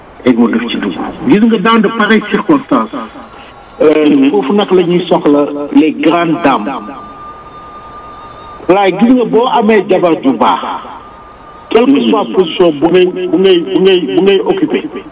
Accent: Senegal; en tant que Sénégalais

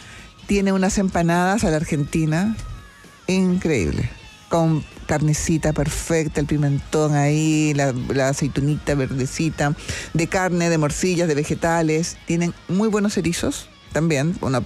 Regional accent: Chile

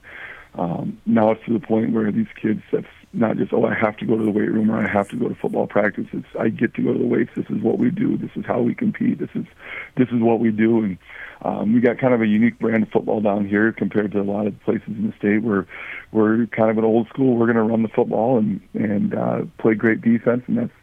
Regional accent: Pipestone, Minnesota, United States; moved away as an adult; also born or lived in Vermillion, South Dakota / Lead-Deadwood, South Dakota; I grew up in Pipestone, Minnesota.

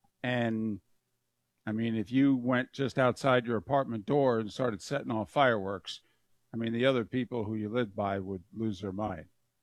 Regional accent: Northeast, United States; moved away; I grew up in the Northeast

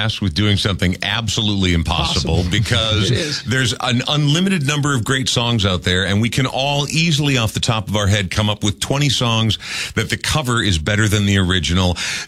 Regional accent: Minnesota, United States; because we're from Minnesota

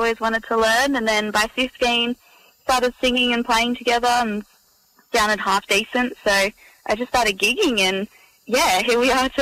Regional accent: Serpentine, Western Australia, Australia; Yeah, honestly, I've probably had the best childhood that a kid could ever ask for. My parents built there 30-something years ago.

